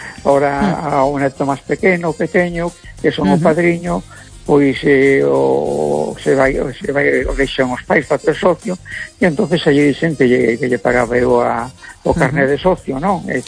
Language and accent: Galician; Galicia, Spain; E como galego, pois a mín me gusta o Deportivo, me gusta o Celta, ¿verdad?